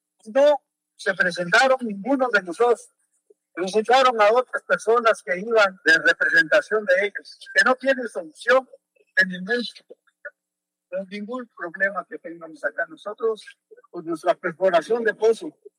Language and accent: Spanish; Oaxaca, Mexico; tenemos el derecho de exigir lo que nos corresponde como oaxaqueños o colonos.